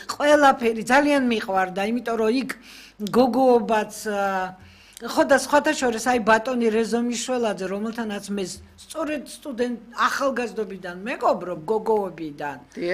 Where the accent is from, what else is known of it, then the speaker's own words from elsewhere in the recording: Tbilisi, Georgia; მე სხვა თბილისში გავიზარდე, ისე მენატრება.